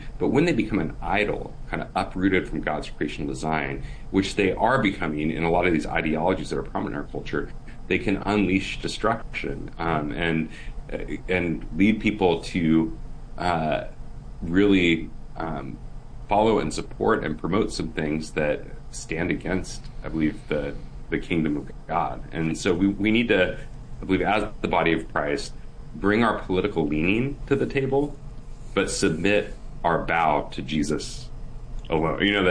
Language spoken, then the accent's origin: English; Portland, Oregon, United States; I live now here back in my hometown of Portland, Oregon.